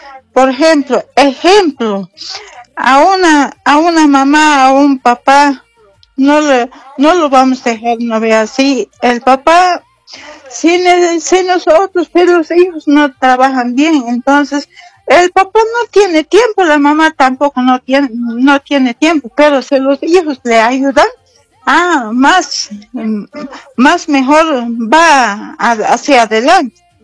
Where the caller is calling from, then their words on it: Cochabamba, Bolivia; de Cochabamba.